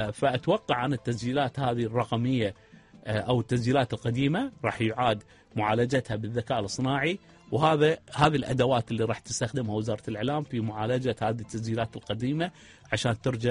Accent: Kuwait; موجودة عندنا بالكويت

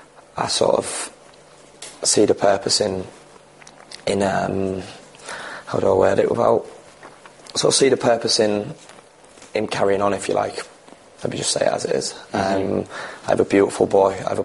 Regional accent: Hull, Yorkshire and the Humber, United Kingdom; my family are from Hull. I was brought up in Hull, and I'll never leave Hull.

